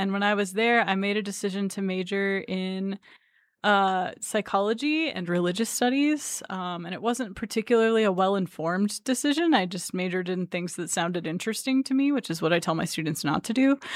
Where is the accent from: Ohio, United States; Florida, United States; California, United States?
Ohio, United States; Canton; moved away as an adult; now in Utah, United States; So I didn't grow up in Utah. I grew up in Northeast Ohio, in Canton, Ohio. And I went to college at the College of Worcester in Ohio.